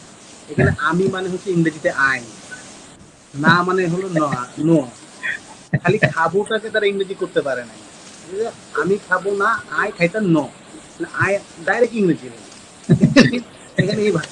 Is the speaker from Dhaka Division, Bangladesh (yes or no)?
no; Noakhali, Chittagong Division, Bangladesh; বকে বকে আমার গ্রাম থেকে ফোন দিয়ে আমাকে অনেক বকাবকি করে যে তুই নিজের ভাষা নিয়ে এগুলো করো, আমি ভাষা নিয়ে এগুলো করি মানে আমার ভাষাটা আমি কত জায়গায় রিপ্রেজেন্ট করতেছি